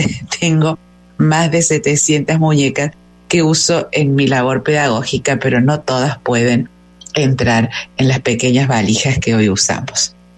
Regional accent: Córdoba, Argentina

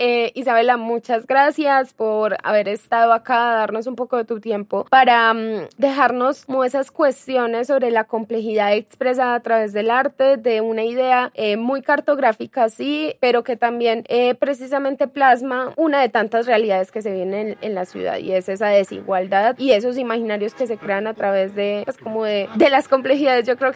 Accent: Bello, Antioquia, Colombia; now in Medellín, Colombia; no es mi territorio porque yo soy de Bello, pero habito en él

